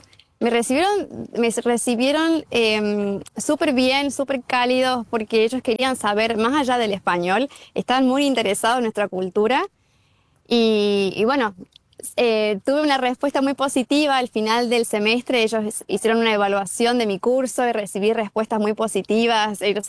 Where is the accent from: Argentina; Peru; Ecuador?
Argentina; Villa Mercedes, San Luis; Para mí es un honor y un orgullo haber nacido y crecido en esta ciudad. Nunca había tomado un avión siquiera a otro lugar y, bueno, conocer Estados Unidos fue increíble, pero siempre un lugar en mi corazón guardaba para Villa Mercedes.